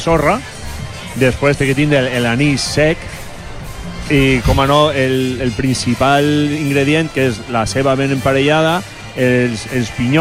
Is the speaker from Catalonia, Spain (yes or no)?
no; Santa Pola, Valencian Community, Spain; Jo soc de Santa Pola